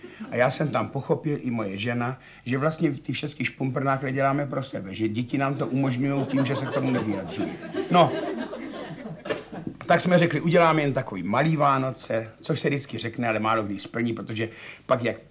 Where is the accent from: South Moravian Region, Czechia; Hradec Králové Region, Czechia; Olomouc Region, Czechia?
South Moravian Region, Czechia; Brno; also born or lived in Ivančice / Řicmanice; mám tady rodinu, takže já jsem vlastně Brňák pořád.